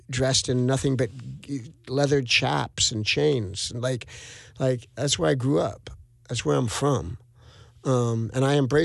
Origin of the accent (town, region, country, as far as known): Hollywood, California, United States; born or raised there